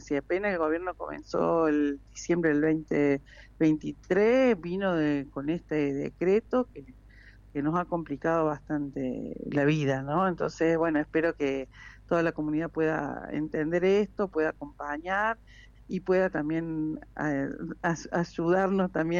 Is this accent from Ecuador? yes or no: no; Argentina